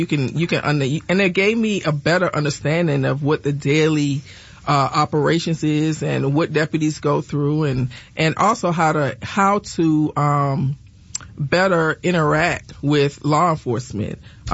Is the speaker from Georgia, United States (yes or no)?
yes; Savannah, Georgia, United States; I'm from Savannah, Georgia.